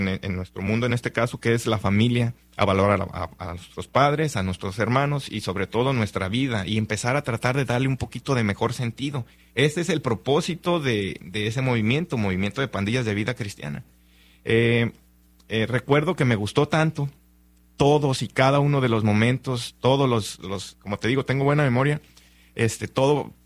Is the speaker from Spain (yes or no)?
no; Tequila, Jalisco, Mexico; de donde yo soy originario, en Tequila, Jalisco